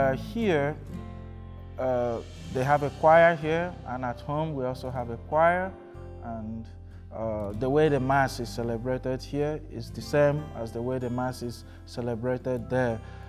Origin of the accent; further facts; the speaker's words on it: Nigeria; moved away as an adult; now in United States; I've been to Germany, I've been to Mexico, and then Nigeria is my home country.